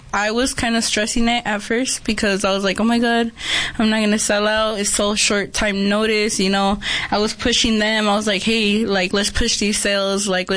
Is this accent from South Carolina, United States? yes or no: no; Yuma, Arizona, United States; Here, from Yuma.